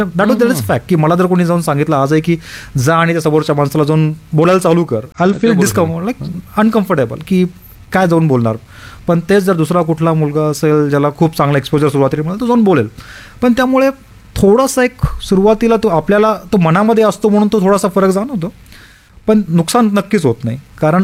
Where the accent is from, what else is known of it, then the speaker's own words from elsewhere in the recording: Latur, Maharashtra, India; moved away; also born or lived in Osmanabad; मी लातूरचं आहे.